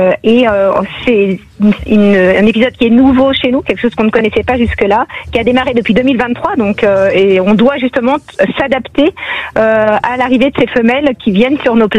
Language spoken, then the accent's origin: French; French Mediterranean, France; C'est la plus commune chez nous en Méditerranée française.